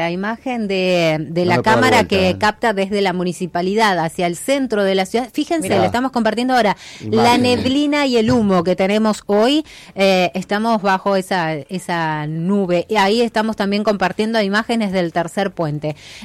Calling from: San Antonio Oeste, Río Negro, Argentina; Desde San Antonio Oeste.

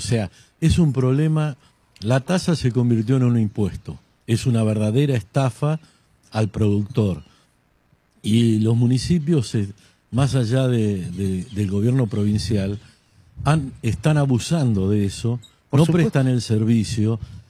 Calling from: Lincoln, Buenos Aires Province, Argentina; En Lincoln, solamente 3 productores estamos haciendo el reclamo

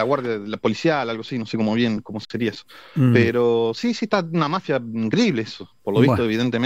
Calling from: Azul, Buenos Aires Province, Argentina

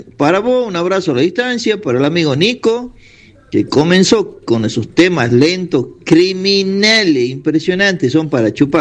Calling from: Tucumán, Argentina; Espectacular acá en Tucumán

